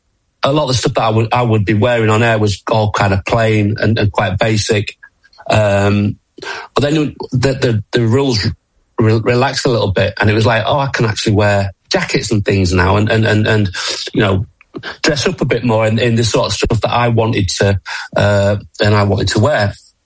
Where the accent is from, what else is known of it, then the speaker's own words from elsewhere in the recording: Yorkshire and the Humber, United Kingdom; I'm a Yorkshireman